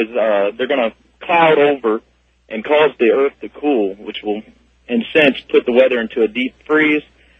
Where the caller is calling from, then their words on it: Georgia, United States; I'm in just south of Atlanta, Georgia.